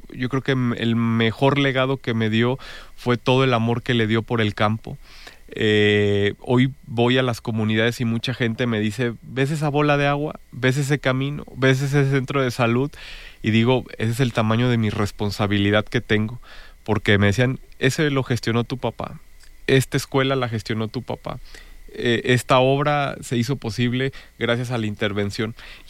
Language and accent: Spanish; Irapuato, Guanajuato, Mexico; Es el amor que tenemos por Irapuato, por esta tierra que nos ha visto crecer. Aquí yo en lo particular, pues aquí están mis amigos, aquí está la familia que yo decidí formar, aquí están mis ancestros, y bueno, pues esta es mi tierra